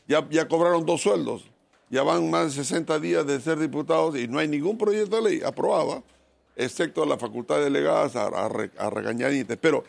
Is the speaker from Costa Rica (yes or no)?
no; Peru; tenemos nosotros como peruanos